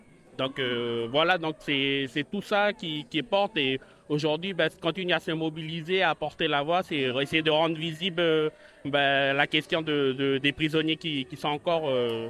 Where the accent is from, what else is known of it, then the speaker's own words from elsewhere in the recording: New Caledonia; now in Paris, France; donc je suis Kanak de Nouvelle-Calédonie et je milite sur Paris